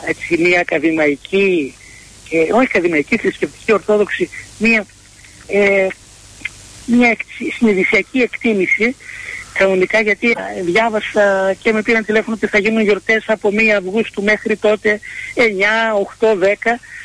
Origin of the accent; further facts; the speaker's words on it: Pentapoli, Central Macedonia, Greece; now in Serres, Greece; Δεν μπορώ να πάω στο χωριό μου Πεντάπολη.